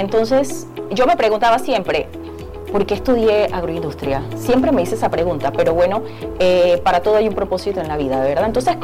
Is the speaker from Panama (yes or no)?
yes; Azuero Peninsula, Panama; si nos vamos al interior de donde yo soy, que es Azuero